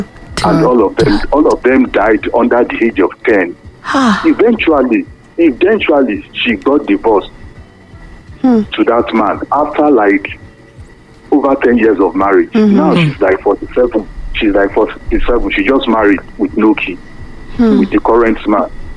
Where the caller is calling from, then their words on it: Ibadan, Oyo, Nigeria; I'm calling from Iwo Road.